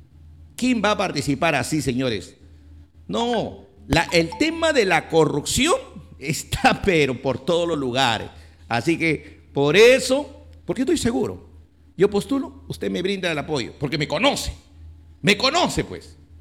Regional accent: Olmos, Lambayeque, Peru; yo también quiero también servirle a mi pueblo.

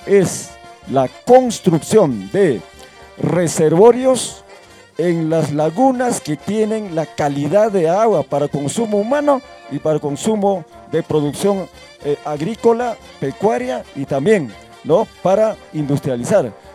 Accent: Ancash, Peru; nosotros somos, de la zona, o sea, somos pues natos, en este caso, del campo, ¿no? Yo provengo del centro poblado

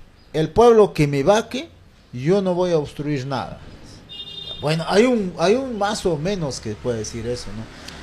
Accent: Peru; also born or lived in Jauja; yo no soy neto de acá, no, pero yo soy residente de Jauja, pero he crecido aquí desde la edad de 4 años, 1978, y llegado yo en donde era selva, allá en mi centro poblado, Unión Autique.

